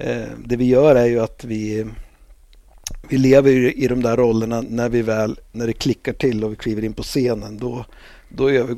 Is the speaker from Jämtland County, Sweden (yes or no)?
yes; Mörsil, Jämtland County, Sweden; now in Åkersberga, Sweden; Mörsil, där jag växte upp